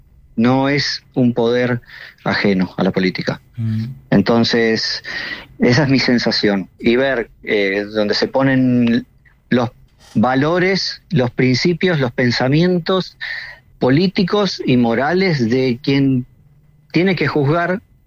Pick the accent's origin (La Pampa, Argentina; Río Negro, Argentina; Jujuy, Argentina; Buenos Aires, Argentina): Buenos Aires, Argentina; Del conurbano.